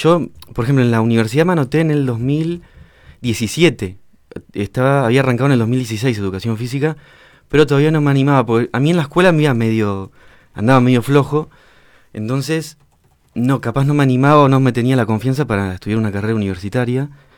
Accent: Bahía Blanca, Buenos Aires Province, Argentina; Soy de acá, sí, sí.

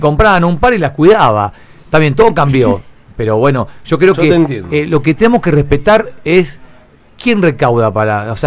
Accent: Saavedra, Buenos Aires Province, Argentina; now in Bahía Blanca, Argentina; Yo cuando era chico yo vivía en Saavedra, imagínate. Yo soy nacido en Saavedra.

